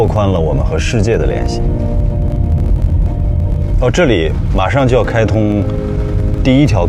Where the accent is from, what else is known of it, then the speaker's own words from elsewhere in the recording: China; 我们中国人